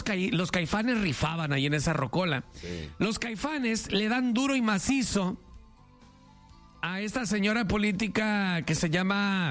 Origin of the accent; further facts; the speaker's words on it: Mexico; Somos mexicanos y no es que España es mejor, no es que Europa